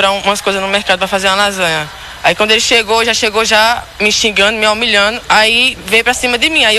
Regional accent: Paraíba, Brazil; born there; moved away; also born or lived in Surubim, Pernambuco; Eu nasci na Paraíba, mas eu morava no Surubim.

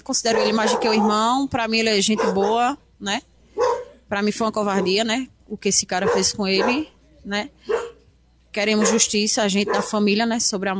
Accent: Recife, Pernambuco, Brazil; also born or lived in Caruaru; Não, sou de Recife, morava aqui em Caruaru. Depois que minha mãe faleceu, fui morar no Recife.

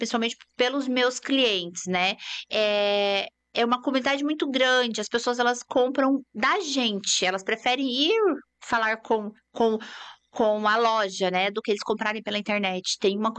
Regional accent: Cuiabá, Mato Grosso, Brazil; now in Cascavel, Brazil; Eu falo que eu sou de Cuiabá.

